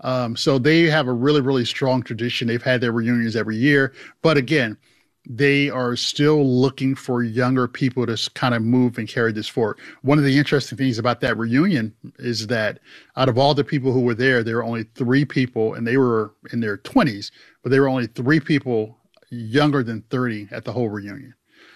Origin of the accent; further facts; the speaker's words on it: New York City, New York, United States; And I remember growing up in New York City, we always talked about going down South, you know